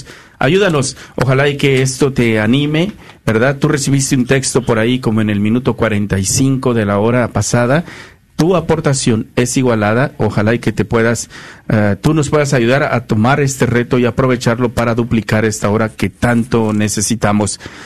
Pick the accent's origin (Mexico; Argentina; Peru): Mexico; Guerrero; Así somos los de Guerrero.